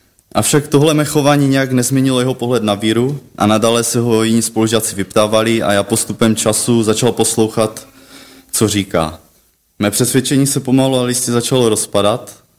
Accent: Ostrava, Moravian-Silesian Region, Czechia; born there; narodil jsem se v Ostravě do rodiny, kde oba rodiče byli nevěřící a o Bohu se v rodině vůbec nemluvilo

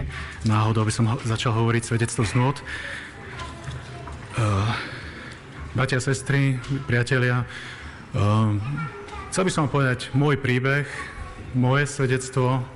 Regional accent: Spišská Nová Ves, Košice Region, Slovakia; born there; narodil som sa v Spiskej Novej Vsi, narodil som sa v rodine, kde nás vychovávali naozaj dobre

